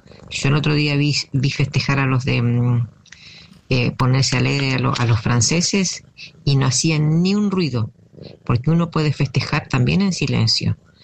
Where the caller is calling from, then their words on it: Garín, Buenos Aires Province, Argentina; de Garín.